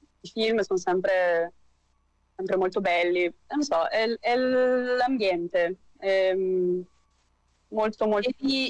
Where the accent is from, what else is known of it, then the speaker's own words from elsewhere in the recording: Brescia, Lombardy, Italy; sono felicissima da bresciana